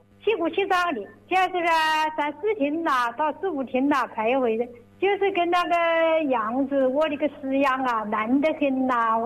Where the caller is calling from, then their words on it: Yingcheng, Hubei, China; 我是应城潘集的五分村。